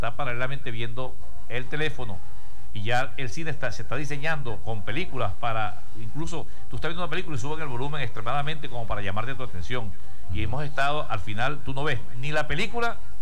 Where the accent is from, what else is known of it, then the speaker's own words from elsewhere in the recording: Caicara, Venezuela; yo soy de Caicara